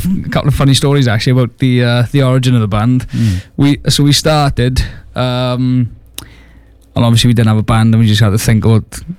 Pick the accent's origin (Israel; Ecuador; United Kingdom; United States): United Kingdom; Swansea, Wales; I'm from the band called … We're from Swansea.